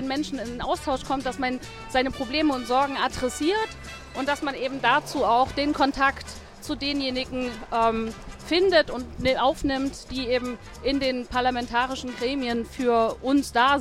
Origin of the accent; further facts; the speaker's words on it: Erfurt, Thuringia, Germany; ich komme aus Erfurt.